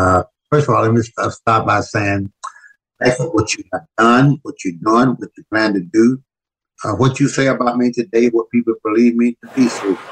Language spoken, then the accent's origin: English; Louisiana, United States; born there; Oh, God. I was born in Louisiana.